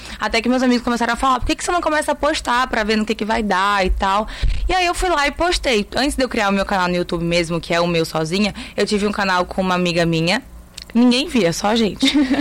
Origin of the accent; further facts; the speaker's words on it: Campos dos Goytacazes, Rio de Janeiro, Brazil; moved away as an adult; Não, eu sou campista. Eu sou do interior do Rio de Janeiro, em Campos dos Goytacazes. Eu nasci lá a vida inteira, fiquei até 18 anos.